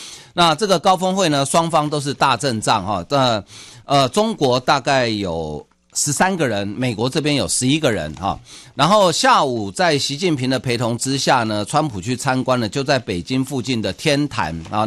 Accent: Taiwan

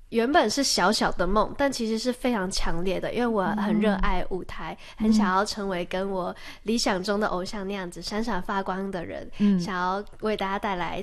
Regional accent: Hong Kong; moved away as an adult; now in Taiwan; 没错，我是从香港来的。

